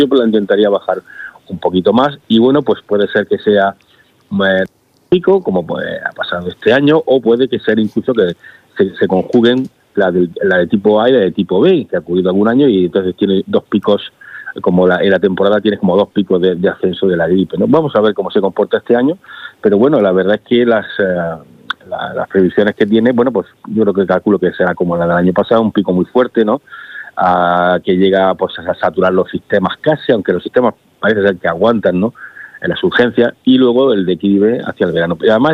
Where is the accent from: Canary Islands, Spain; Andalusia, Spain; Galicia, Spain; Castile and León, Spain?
Andalusia, Spain; Almería; Bueno, yo es que realmente soy de Almería, entonces recibo la corriente del estrecho desde pequeño